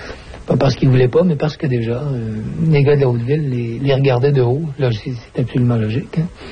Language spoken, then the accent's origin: French; Quebec City, Quebec, Canada; je suis Québécois, à Québec, il y a des petites chapelles, il y a des petites gangs. Moi, j'étais un gars de la basse ville.